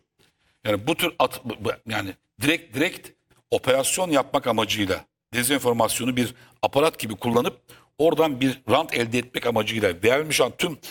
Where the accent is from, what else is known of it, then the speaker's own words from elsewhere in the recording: Istanbul, Turkey; Ben Bağdat Caddesi'nde büyüdüm. Akşam 5 oldu mu Marmerken'den çıkarsın abi.